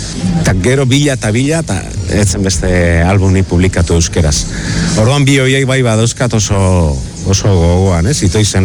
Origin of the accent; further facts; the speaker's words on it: Durango, Basque Country, Spain; Durangarra naiz eta komikiko gidoilari bezala